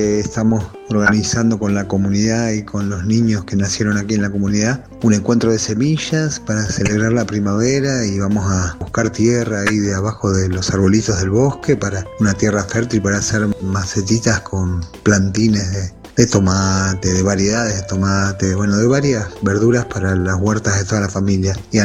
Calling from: Patagonia, Argentina; de la Patagonia

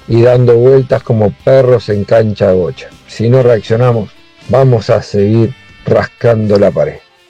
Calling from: Loma Hermosa, Buenos Aires Province, Argentina; de Loma Hermosa.

